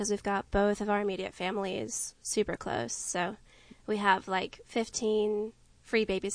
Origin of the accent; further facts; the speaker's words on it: Knoxville, Tennessee, United States; moved away as an adult; also born or lived in Cleveland, Tennessee; I was born in Knoxville, and I lived there my whole life until I moved to Cleveland for school.